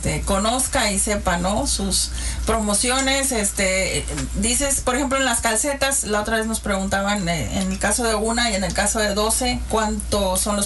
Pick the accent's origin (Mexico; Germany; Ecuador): Mexico; porque a veces dejamos como buenos mexicanos todo para el último